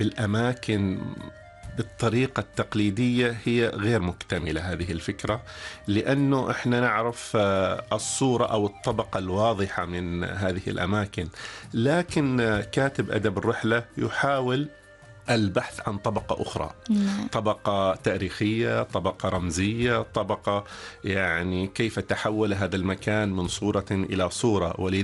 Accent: Saham, Al Batinah North, Oman; born there; قرية شيدة، أنا مسكون بقريتي التي ولدت فيها، رغم أني لم أعش فيها فترة طويلة ولكن سنوات الطفولة الأولى

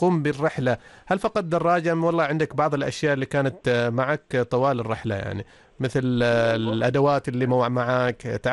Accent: Oman; احنا كشباب عمانيين

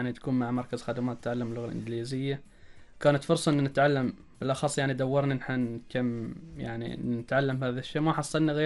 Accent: Oman; أنا عماني

